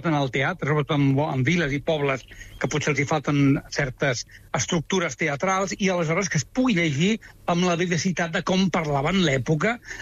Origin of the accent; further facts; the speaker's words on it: Reus, Catalonia, Spain; I molt content de parlar de Gaudí, esclar que sí. Escolta, i com a reusenc, encara més.